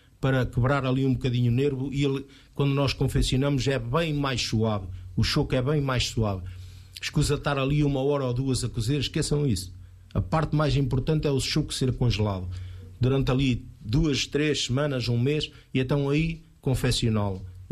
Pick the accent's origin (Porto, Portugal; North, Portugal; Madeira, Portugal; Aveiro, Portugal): Aveiro, Portugal; Gafanha; nós gafanhões